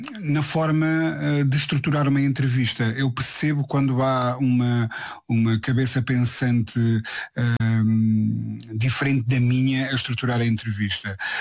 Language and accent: Portuguese; Centro, Portugal; minha cultura específica, operária, do centro do país, se calhar um pouco mais rural do que urbano, de onde eu sou originário.